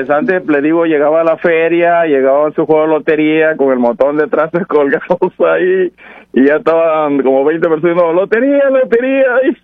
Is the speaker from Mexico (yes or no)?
yes; Zihuatanejo, Guerrero, Mexico; moved away; tengo 26 años que me vine de Zihuatanejo y por motivos pues no he podido regresar, pero qué bonito es escuchar a una persona que tiene recuerdos, que tiene grandes memorias de ese bello lugar.